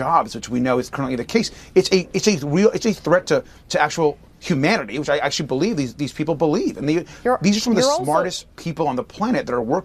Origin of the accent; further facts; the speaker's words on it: California, United States; Gas prices in my home state of California are through the roof.